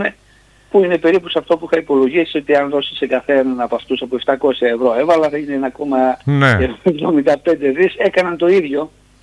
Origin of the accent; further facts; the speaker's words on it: France; Εγώ είμαι από τη Γαλλία.